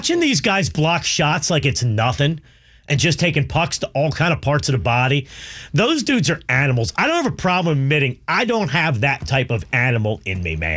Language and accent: English; Pennsylvania, United States; I grew up in Pennsylvania, so I had plenty of friends that played hockey.